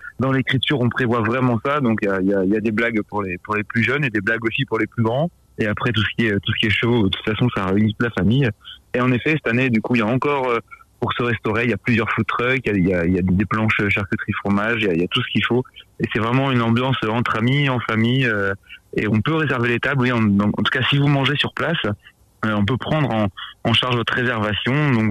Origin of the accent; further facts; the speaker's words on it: Lille, Hauts-de-France, France; now in Lourdes, France; On a déménagé à Lourdes il y a 4 ans. On vient de Lille